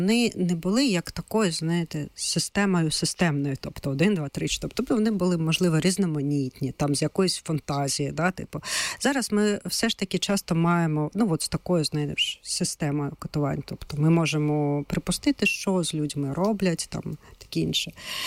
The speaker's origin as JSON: {"language": "Ukrainian", "town": "Luhansk", "region": "Luhansk Oblast", "country": "Ukraine", "said": "я сама з Луганська."}